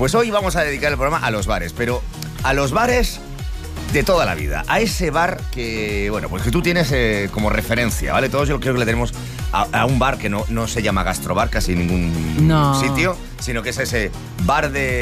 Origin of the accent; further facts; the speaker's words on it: Santiago de Compostela, Galicia, Spain; moved away; por mi ciudad, por Santiago?